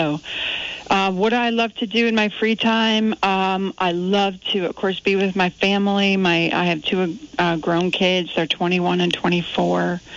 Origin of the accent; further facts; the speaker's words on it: Vermont, United States; Well, I was born and raised here in Addison County. My mom is a public school teacher. My dad was a public defender at that time.